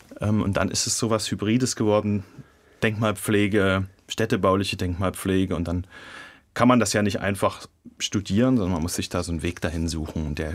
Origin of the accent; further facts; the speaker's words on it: Jena, Thuringia, Germany; Ich bin in Jena-Priesnitz groß geworden.